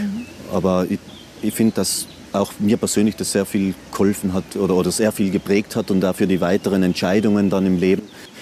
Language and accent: German; Trentino-Alto Adige, Italy; die war nach größeren Almen entweder in der Schweiz oder bei uns in Südtirol.